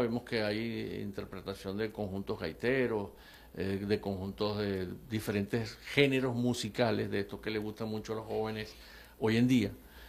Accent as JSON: {"language": "Spanish", "town": "Maracaibo", "region": "Zulia", "country": "Venezuela", "tie": "born there", "said": "yo también tengo sangre falconiana, pero nací aquí. Pero esto que vive Maracaibo"}